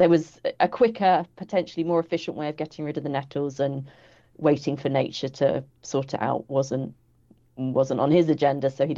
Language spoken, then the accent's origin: English; England, United Kingdom; moved away; we're English and we're not local.